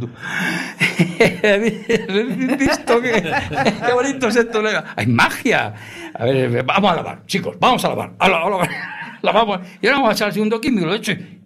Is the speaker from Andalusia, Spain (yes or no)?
no; Talavera de la Reina, Castilla-La Mancha, Spain; a mí, un castellano, un talaverano